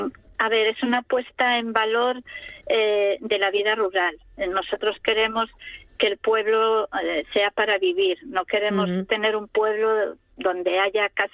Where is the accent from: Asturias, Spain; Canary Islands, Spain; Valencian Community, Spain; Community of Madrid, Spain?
Asturias, Spain; Serantes; born there; estamos muy muy orgullosas de ser mujeres rurales, mujeres que nacimos en el pueblo